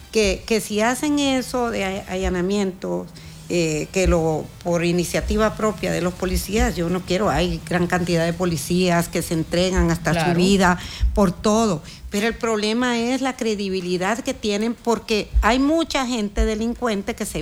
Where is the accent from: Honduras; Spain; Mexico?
Honduras; Lo digo como hondureña, lo digo como ciudadana, como empresaria.